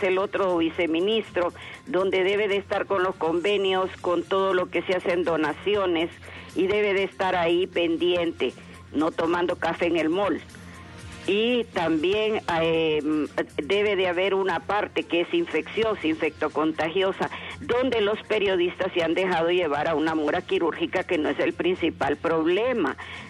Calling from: Honduras; como buena hondureña

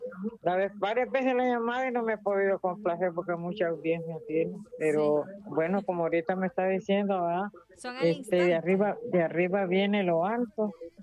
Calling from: Cofradía, Cortés, Honduras; vivo en Cofradía

